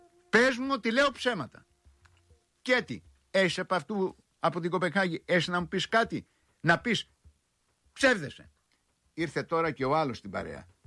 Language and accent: Greek; Epirus, Greece; Δεν είμαι από την Κρήτη για να είμαι βασιλάκης, είμαι υπηρώτης και